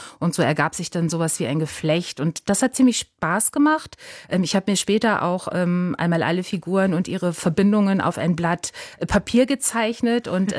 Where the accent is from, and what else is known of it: Germany